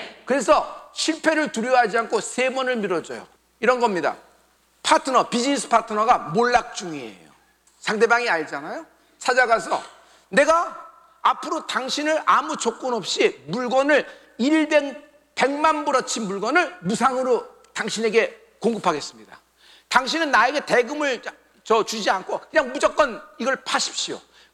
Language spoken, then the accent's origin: Korean; South Korea; 그러면 나는 한국인입니다. 난 유대인이 아니에요.